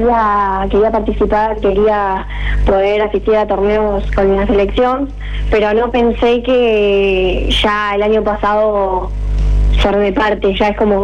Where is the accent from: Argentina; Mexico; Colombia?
Argentina; Arequito, Santa Fe; yo soy de Arequito, tengo 16 años